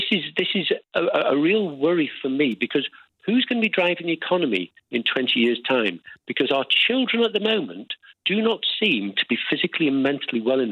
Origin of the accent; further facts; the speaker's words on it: Aberdeen, Scotland, United Kingdom; So I'm from Aberdeen